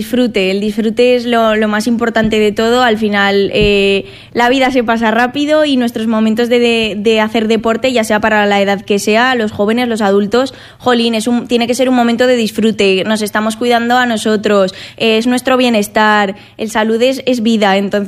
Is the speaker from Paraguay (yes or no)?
no; Gea de Albarracín, Aragon, Spain; saben que soy de GEA, así que lo digo en todos lados